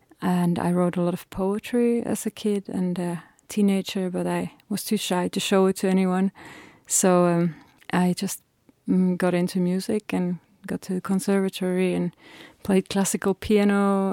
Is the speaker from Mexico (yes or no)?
no; Finland; now in Denmark; I'm from Finland originally and I live in Denmark.